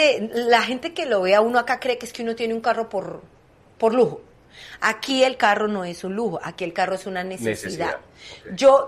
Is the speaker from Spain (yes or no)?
no; Colombia; moved away as an adult; now in United States